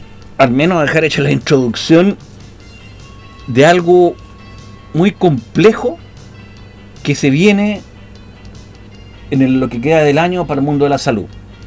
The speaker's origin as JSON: {"language": "Spanish", "country": "Chile", "said": "yo soy chileno"}